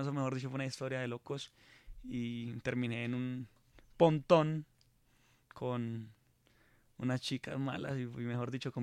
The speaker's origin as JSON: {"language": "Spanish", "town": "Campoalegre", "region": "Huila", "country": "Colombia", "said": "Y la tiramos ahí en Campo Alegre, en mi tierrita."}